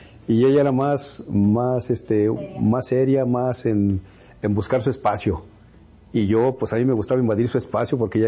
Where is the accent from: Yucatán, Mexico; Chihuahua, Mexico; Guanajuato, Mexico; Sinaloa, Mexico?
Guanajuato, Mexico; yo soy de Guanajuato